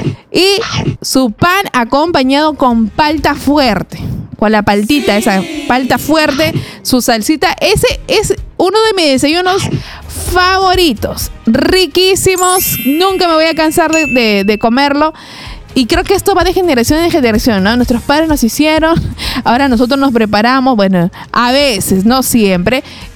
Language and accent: Spanish; Peru